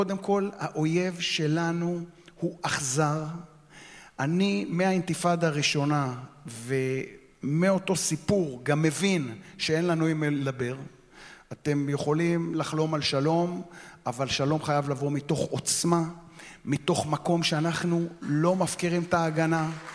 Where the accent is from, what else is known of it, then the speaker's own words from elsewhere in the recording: Ramat Gan, Tel Aviv District, Israel; ואני גדלתי סמוך לגבעתיים ברמת גן, ואני גם בוגר קלעי גבעתיים.